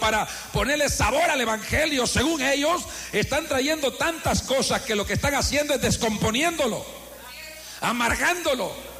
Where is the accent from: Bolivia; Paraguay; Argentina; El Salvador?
El Salvador; Eastern El Salvador; somos salvadoreños orientales